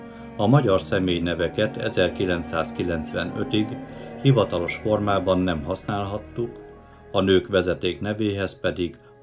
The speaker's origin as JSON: {"language": "Hungarian", "region": "Košice Region", "country": "Slovakia", "tie": "born or raised there", "said": "Bodrog közben szülőföldemen, amelynek lakosságát ma is 95%-ban magyarok lakják, a magyarság az isteni gondviselésnek köszönhetően 9 évtized múltán is meg tudta őrizni helyét és súlyát."}